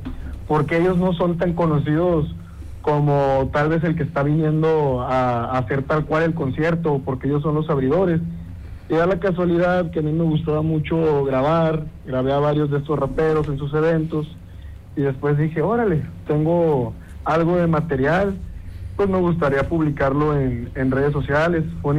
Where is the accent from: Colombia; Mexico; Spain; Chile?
Mexico; Sonora; moved away; lo que se hace allá en mi estado, en Sonora.